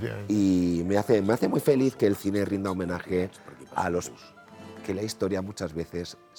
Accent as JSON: {"language": "Spanish", "town": "Barcelona", "region": "Catalonia", "country": "Spain", "said": "porque yo soy de Torre Baró, porque mi familia conocía a Manuel Vital, porque yo era un niño cuando todo eso pasó"}